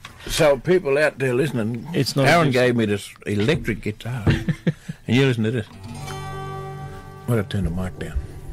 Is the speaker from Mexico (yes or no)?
no; Goondiwindi, Queensland, Australia; also born or lived in Moree; And in Bunganya, where we lived when I was born. Like, I was born in Gundiwindi, but we lived out at Bunganya.